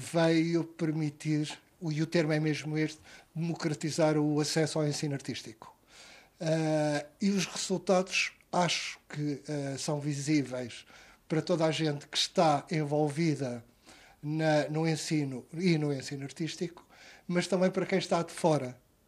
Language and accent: Portuguese; Lisbon, Portugal; moved away; eu sou de Lisboa